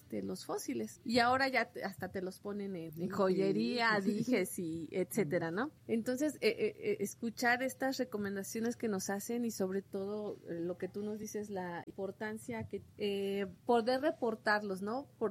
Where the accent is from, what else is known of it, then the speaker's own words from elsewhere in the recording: Huauchinango, Puebla, Mexico; yo soy de la Sierra Norte, de Huauchinango, Puebla, y desde muy niña acostumbrábamos a ir de exploración, sí, mis hermanos y yo. Fue una zona que en su momento estuvo bajo el agua y hay muchos amonites.